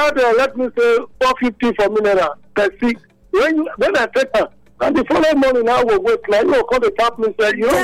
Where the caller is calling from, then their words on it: Nigeria; from Midway in our community.